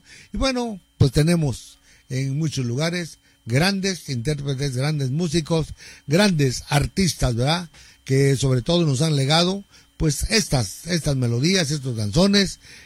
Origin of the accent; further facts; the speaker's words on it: San Pablo, Oaxaca, Mexico; Pero acá en San Pablo, pues a mí me place porque es mi pueblo, porque es mi gente